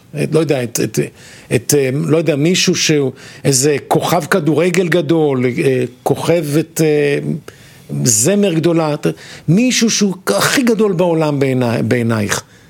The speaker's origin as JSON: {"language": "Hebrew", "town": "Kiryat Gat", "region": "Southern District", "country": "Israel", "tie": "born or raised there", "said": "אני זוכר שהייתי ילד קטן, ממש, גדלתי ב... העירה קטנה בדרום בקריית גת"}